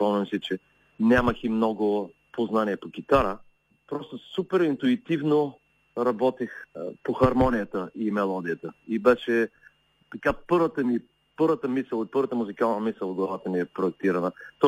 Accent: Gotse Delchev, Blagoevgrad Province, Bulgaria; also born or lived in Flensburg, Germany

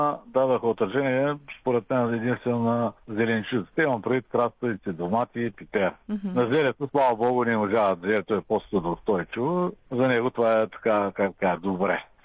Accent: Northeast Bulgaria, Bulgaria; аз поне съм от Североизточна България и там имам си хора

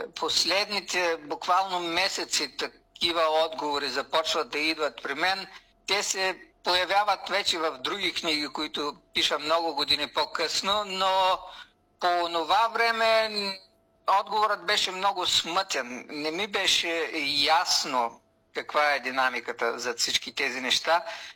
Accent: Northeastern Bulgaria, Bulgaria; Аз съм израснал в Североизточна България, където, както всички знаят, има така голямо турско население и аз съм израснал с турчета заедно.

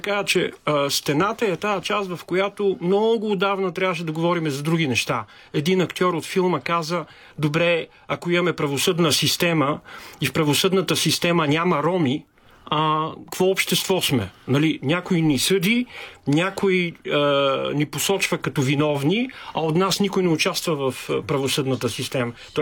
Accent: Sofia, Sofia City, Bulgaria; аз съм от София, съм от квартал факултета, а те са от Надежда, аз познавам Надежда, те не познават факултета.

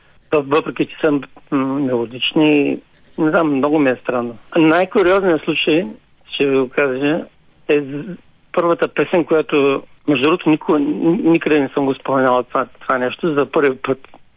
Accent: Burgas, Burgas Province, Bulgaria; now in Varna, Bulgaria; Не, да, аз съм морски по принцип. По принцип съм от Бургас, но вече от повече от 10 години живея във Варна.

